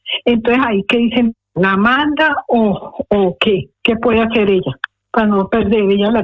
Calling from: Madrid, Community of Madrid, Spain; de Madrid

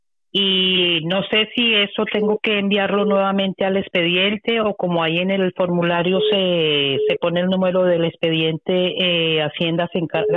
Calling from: Fuenlabrada, Community of Madrid, Spain; de Loranca.

